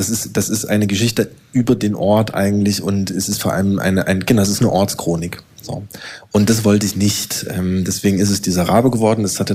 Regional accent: Kamenz, Saxony, Germany; also born or lived in Räckelwitz; Ich komme aus Kamenz

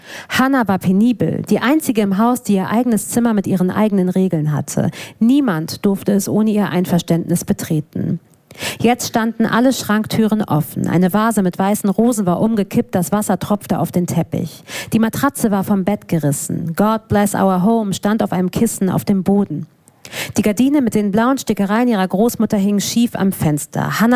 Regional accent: Germany; ich bin Deutsche. Ich bin ja sehr deutsch aufgewachsen und sozialisiert

